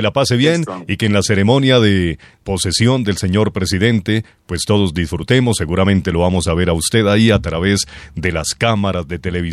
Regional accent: Colombia; somos colombianos

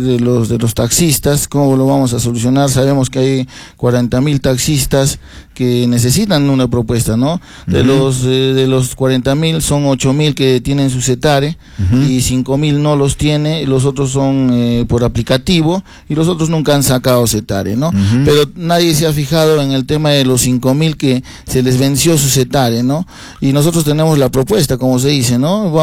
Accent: Yumina, Arequipa, Peru; estoy más apegado al pueblo. Soy chacarero, como se dice. Soy de Yumina

